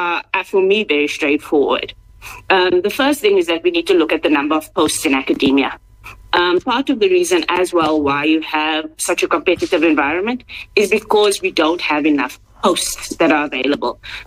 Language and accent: English; South Africa; as a South African